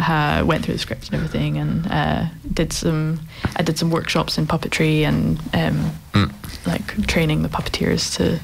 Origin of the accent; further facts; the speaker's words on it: Scotland, United Kingdom; moved away as an adult; also born or lived in Edinburgh; now in Australia; So I'm originally from Scotland. I grew up in the west coast of Scotland and lived in Edinburgh for about 8 years.